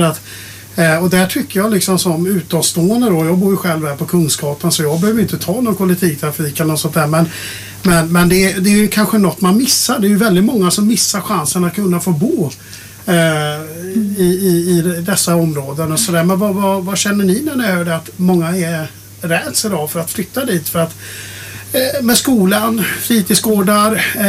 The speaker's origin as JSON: {"language": "Swedish", "region": "Västra Götaland County", "country": "Sweden", "tie": "born or raised there", "said": "jag är uppväxt i Dalsland och jag vet hur det var liksom att gå 2 mil för att komma till Vänersborg"}